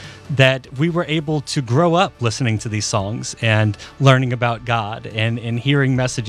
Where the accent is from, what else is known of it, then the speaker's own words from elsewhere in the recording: New Orleans, Louisiana, United States; I grew up listening to … because I'm from New Orleans.